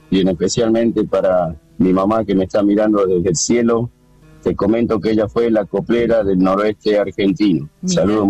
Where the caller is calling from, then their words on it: Płońsk, Masovian Voivodeship, Poland; de Polonia, de Plons.